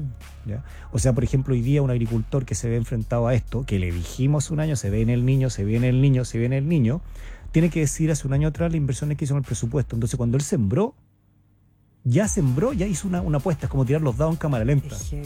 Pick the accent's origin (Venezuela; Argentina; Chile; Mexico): Chile; Iquique, Tarapacá; yo soy de Iquique